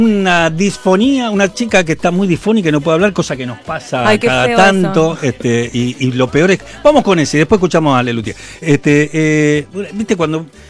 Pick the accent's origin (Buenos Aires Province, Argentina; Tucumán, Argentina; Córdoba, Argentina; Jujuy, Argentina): Buenos Aires Province, Argentina; Lomas de Zamora; Los que me escuchan, que son de Lomas, de mi pueblo, mi ciudad, saben que los que no vivíamos en el centro, decíamos, ¿vamos a Lomas? Estamos en Lomas.